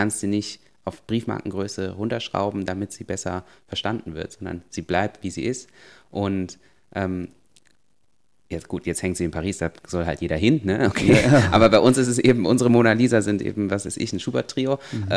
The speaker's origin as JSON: {"language": "German", "country": "Germany", "tie": "born there", "said": "Also ich selber, ich bin geboren in Deutschland von einem sogenannten bio-weißen deutschen Vater und einer koreanischen Mutter."}